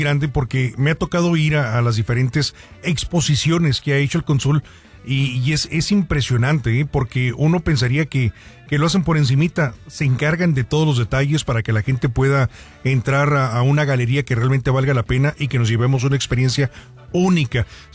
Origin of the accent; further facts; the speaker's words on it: Mexico; nosotros como buenos mexicanos